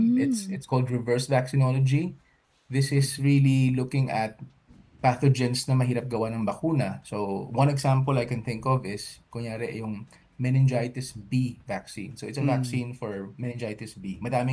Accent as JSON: {"language": "Tagalog", "town": "Bacolod", "region": "Western Visayas", "country": "Philippines", "tie": "born or raised there", "said": "So, sa Bacolod po ako lumaki."}